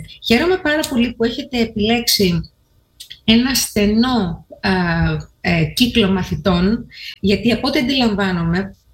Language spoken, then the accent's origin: Greek; Greece; παρότι είμαστε Έλληνες